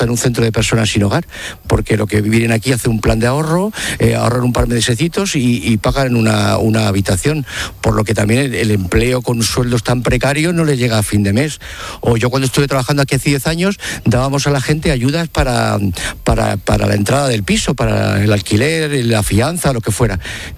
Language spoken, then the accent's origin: Spanish; Spain; Yo creo que en España somos el país de Unión Europea que consume más ansiolíticos, ¿no?